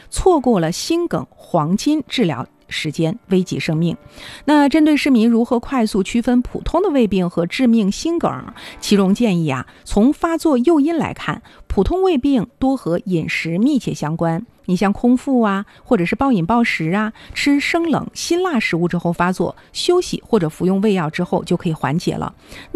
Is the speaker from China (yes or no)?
yes; Harbin, Heilongjiang, China; 对于咱们哈尔滨人来说呀